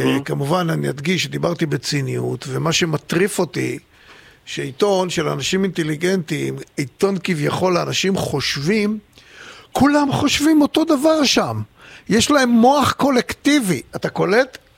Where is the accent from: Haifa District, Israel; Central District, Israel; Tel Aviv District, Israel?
Tel Aviv District, Israel; Tel Aviv; אני לא מכיר אפילו אחד כזה בתור תל אביבי.